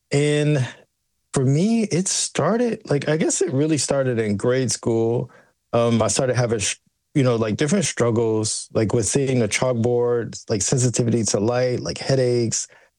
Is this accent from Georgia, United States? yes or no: yes; Georgia, United States; me and my friends, especially growing up in Georgia, we have woods, a lot of woods everywhere.